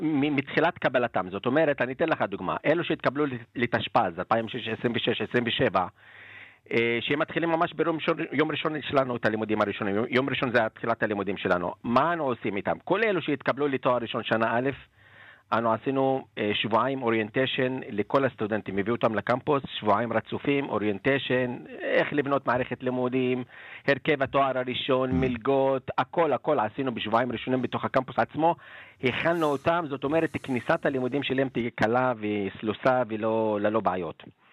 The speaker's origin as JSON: {"language": "Hebrew", "region": "Northern District", "country": "Israel", "moved": "as an adult", "said": "במקור צפונאי, מערב אל-עלם של יד הגבול. אני כבר חיים ארוכים בבר אילן, אני גדלתי בבר אילן מאז גיל, בוא נגיד 20 ועד היום."}